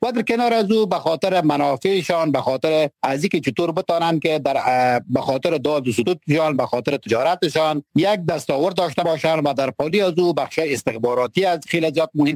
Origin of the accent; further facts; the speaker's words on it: Afghanistan; نه خیر، قطعا منفعتش به ما افغان ها هیچ نبوده، ولی ضررهاشون به ما خیلی زیاد رسیده.